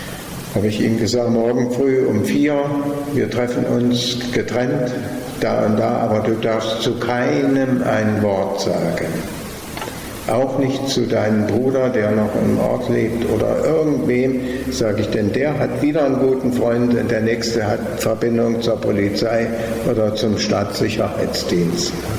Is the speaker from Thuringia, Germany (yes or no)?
yes; Uder, Thuringia, Germany; Ich bin in Uda geboren, bin dort zur Schule gegangen